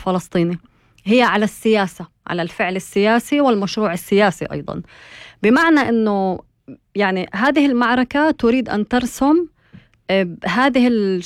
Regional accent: Palestine; ولكن أقول كفلسطينية أنه هي يعني ليس بجديد

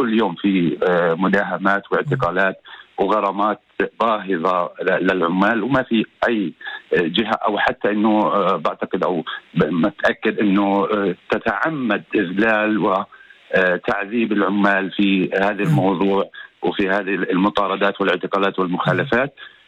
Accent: Hebron, West Bank, Palestine; بصراحة أنا من منطقة الجنوب من الخليل، وطول فترة شغلي كانت عملي في منطقة الجنوب في عراد في السبع.

